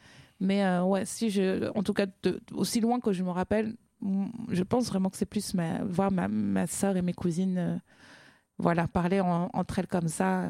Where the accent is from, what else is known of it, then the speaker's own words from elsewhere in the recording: Cameroon; je suis camerounaise déjà.